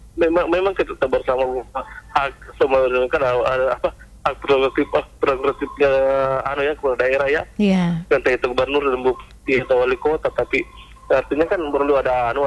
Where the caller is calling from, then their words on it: South Sulawesi, Indonesia; di daerah saya sendiri, Mbak, di Kabupaten Bone.